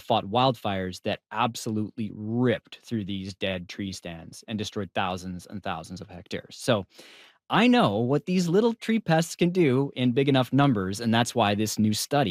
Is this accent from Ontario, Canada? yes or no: no; Prince George, British Columbia, Canada; And as a kid growing up in my hometown of Prince George, I just remember all the trees dying.